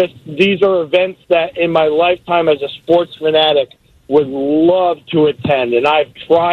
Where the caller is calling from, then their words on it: Albany, New York, United States; Yeah, I'm in Albany, New York. I'm 150 miles from New York City and 150 miles from Boston.